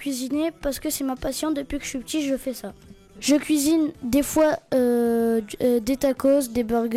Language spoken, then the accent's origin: French; Tunisia; j'irais en Tunisie. C'est ma ville, c'est mon pays d'origine